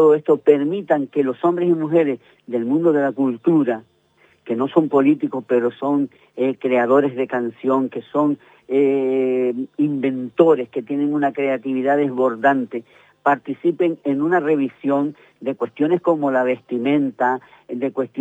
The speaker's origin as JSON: {"language": "Spanish", "town": "Teror", "region": "Canary Islands", "country": "Spain", "said": "los hombres y mujeres de Teror"}